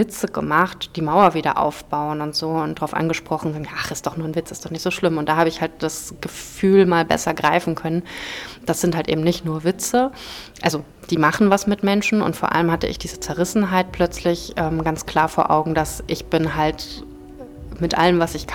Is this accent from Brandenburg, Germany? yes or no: yes; Potsdam, Brandenburg, Germany; ich komme aus Potsdam.